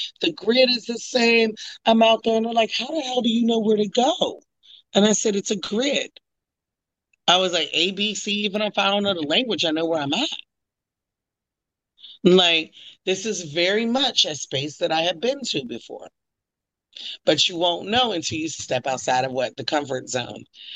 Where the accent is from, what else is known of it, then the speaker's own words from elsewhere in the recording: Phoenix, Arizona, United States; also born or lived in Pittsburgh; And I myself am one of those rare people where I was born in Pittsburgh, raised in Phoenix. I can take extreme heat, I can take extreme cold